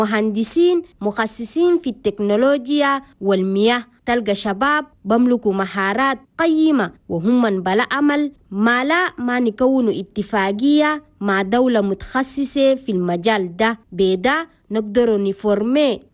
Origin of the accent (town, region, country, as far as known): Chad